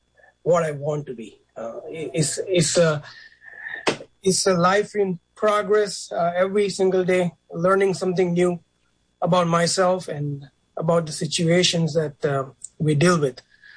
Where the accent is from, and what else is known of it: India; born or raised there